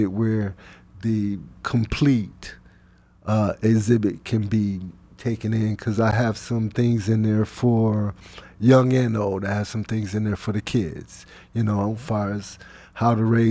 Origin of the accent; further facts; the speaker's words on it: Rochester, New York, United States; I was raised in Van Acker projects.